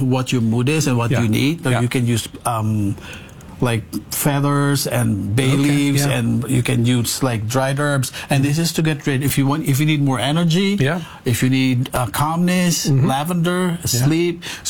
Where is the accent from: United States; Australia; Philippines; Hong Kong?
Philippines; moved away; growing up in the Philippines, Halloween is totally different.